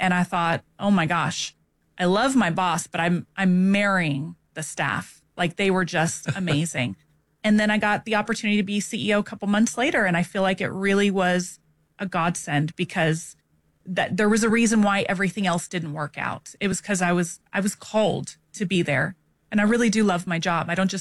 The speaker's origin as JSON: {"language": "English", "town": "San Antonio", "region": "Texas", "country": "United States", "tie": "born or raised there", "said": "So born and raised in San Antonio, Texas, 44 years old as of today."}